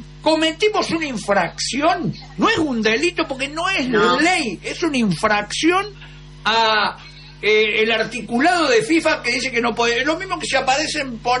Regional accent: Argentina

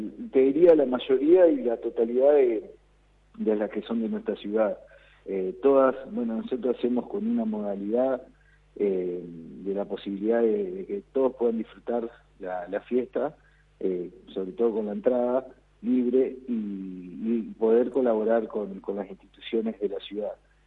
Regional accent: Entre Ríos, Argentina; mi país, nuestro país, el argentino

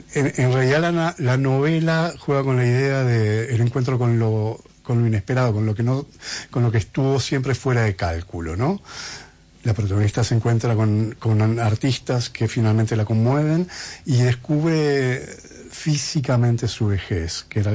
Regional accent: Buenos Aires, Argentina; Yo soy un escritor porteño, en Buenos Aires está el estuario ese, o sea que también es nuestro.

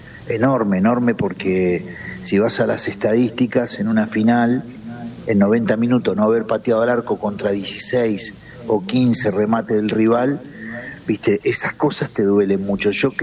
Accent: Argentina; la sensación que sentimos todos los argentinos

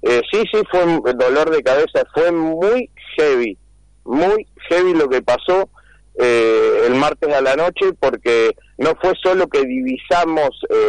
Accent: Carlos Keen, Buenos Aires, Argentina; el pueblo donde yo nací, me crié y sigo viviendo

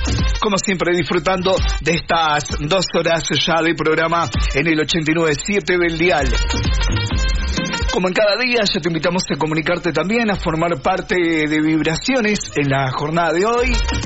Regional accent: Argentina; Pero si no sufrimos, no somos Argentina, chicos.

